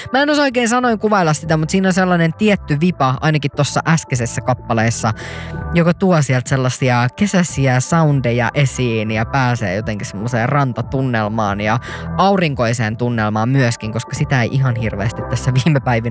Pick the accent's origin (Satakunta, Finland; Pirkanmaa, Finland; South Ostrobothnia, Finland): Satakunta, Finland; Pori; now in Helsinki, Finland; olin myöskin tuolla Porissa, kun viikonloppuna kotikonnuillani kävin